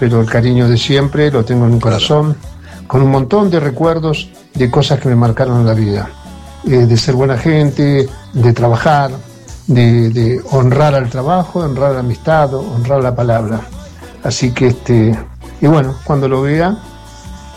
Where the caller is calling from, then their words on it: San Luis, Argentina; Yo vivo en San Luis